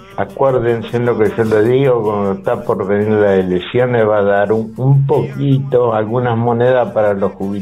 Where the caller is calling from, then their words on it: Chivilcoy, Buenos Aires Province, Argentina; de Chivilcoy.